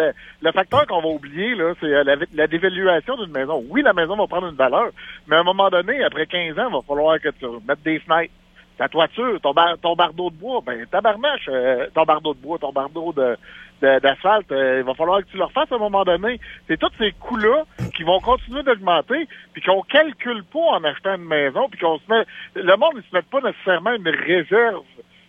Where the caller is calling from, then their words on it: Saint-Jérôme, Quebec, Canada; Oui, je suis à Sainte-Sophie-Saint-Jérôme.